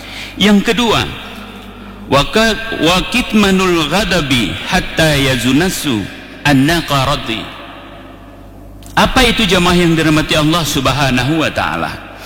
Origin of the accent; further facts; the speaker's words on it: Aceh, Indonesia; kita orang Gayo, orang yang ada di Aceh Tengah ini